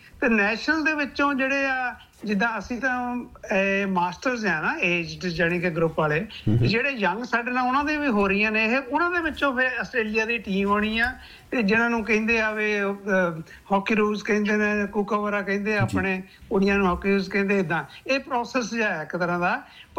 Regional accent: Jalandhar, Punjab, India; ਮੈਂ ਓਬਵੀਅਸਲੀ ਜਲੰਧਰ ਤੋਂ ਹਾਂ, ਪੰਜਾਬ ਸਾਡਾ ਪਿੰਡ ਹੈ ਸੰਸਾਰਪੁਰ ਦੇ ਨਾਲ ਹੀ

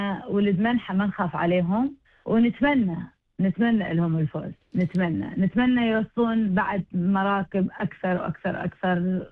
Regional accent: Iraq; now in Australia; انا عراقية استرالية، بنفس الوقت قلبي ويا استراليا

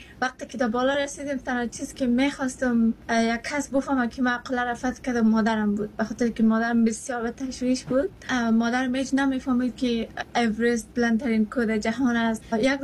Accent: Afghanistan; now in Australia; من از افغانستان هستم در کور کلان شدم

